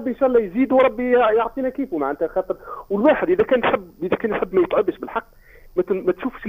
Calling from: Moulares, Gafsa Governorate, Tunisia; من المراري.

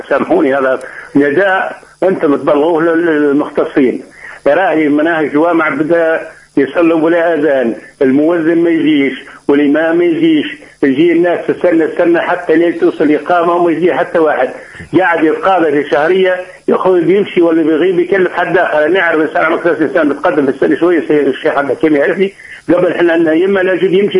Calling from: southern Tunisia, Tunisia; إحنا من الجنوب

